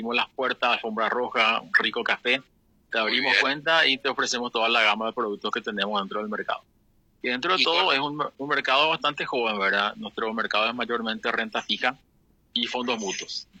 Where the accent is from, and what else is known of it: Paraguay